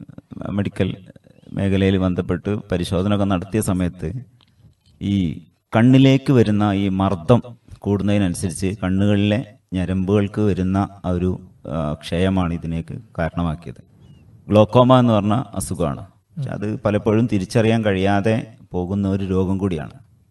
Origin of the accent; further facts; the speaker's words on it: Palakkutty, Kerala, India; now in Cheruvadi, India; അതായത് ഞാൻ ജനിച്ച് വളർന്ന സ്ഥലം കോഴിക്കോട് ജില്ലയിലെ കൊടുവള്ളി എന്ന് പറഞ്ഞ സ്ഥലത്തിനടുത്തുള്ള പാലക്കുറ്റി എന്ന സ്ഥലത്താണ്.